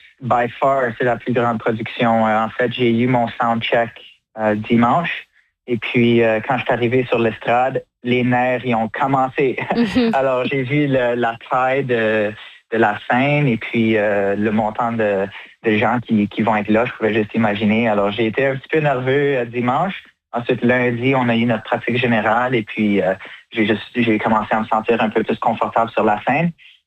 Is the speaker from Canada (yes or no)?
yes; Winnipeg, Manitoba, Canada; c'est Geneviève Pelletier, qu'on connaît bien par chez nous à Winnipeg